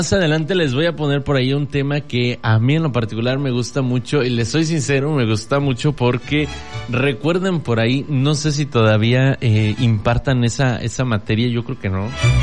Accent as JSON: {"language": "Spanish", "country": "Mexico", "said": "esos temas musicales que nos representan como buenos mexicanos"}